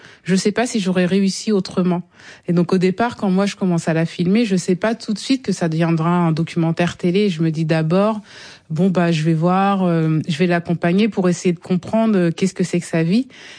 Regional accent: Canteleu, Normandy, France; Mais comment ça, de Normandie, vous venez d'où? Je dis, Rouen. Mais Rouen, enfin, Canteleu, mais où? Près de Rouen. Donc, en Normandie.

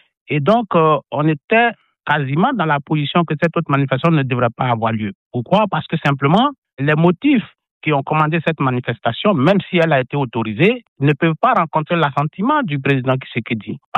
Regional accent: Côte d’Ivoire; chez nous, en Côte d'Ivoire

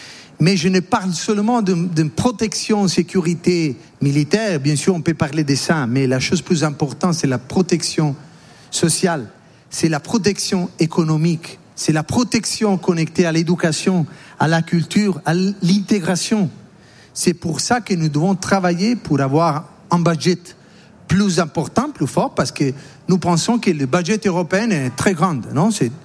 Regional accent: Italy; French is a second language; Oui, bien sûr, je suis italien, mais je me sens aussi européenne.

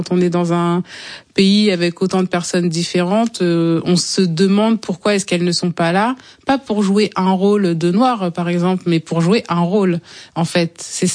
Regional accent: Rouen, Normandy, France; Mais comment ça, de Normandie, vous venez d'où? Je dis, Rouen

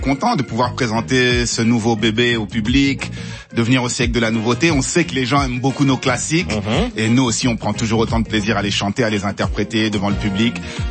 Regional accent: Sarcelles, Île-de-France, France; Nous, on a grandi à Garches-Sarcelles, je le rappelle, dans le 95. Et donc, on a grandi au milieu de la communauté afro dans son ensemble

